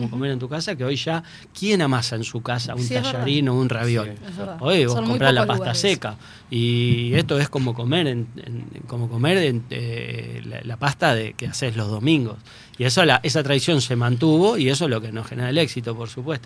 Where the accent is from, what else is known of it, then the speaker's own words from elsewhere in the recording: Buenos Aires, Argentina; born there; moved away as an adult; now in Paraná, Argentina; yo nací en Buenos Aires y vine acá a los 20 años